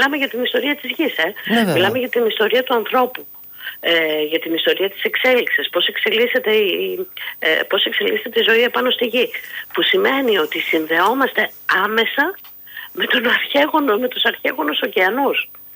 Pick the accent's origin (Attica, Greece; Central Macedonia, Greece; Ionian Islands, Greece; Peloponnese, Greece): Central Macedonia, Greece; Thessaloniki; moved away as an adult; now in Missolonghi, Greece; εγώ είμαι Θεσσαλονικιά σε καταγωγή και ήρθα σχετικά πρόσφατα στο Μεσολόγγι